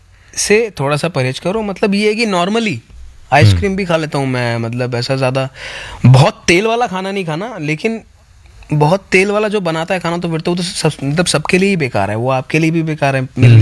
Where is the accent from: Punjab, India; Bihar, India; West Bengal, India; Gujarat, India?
Punjab, India; मैं भी पंजाबी हूँ, वो भी पंजाबी हैं और पूरे पंजाब को वर्ल्ड वाइड रिप्रेजेंट भी कर रहे हैं.